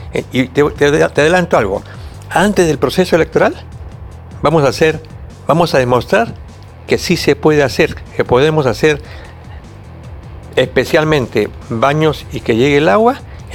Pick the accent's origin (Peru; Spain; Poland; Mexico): Peru; Lima; born there; Yo soy nacido en el RIMAC, en la calle Virú 143, Aramba. Altos, a una cuadra de...